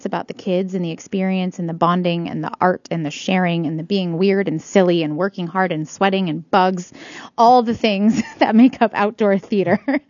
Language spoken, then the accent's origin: English; United States; born or raised there; moved away as an adult; also born or lived in New York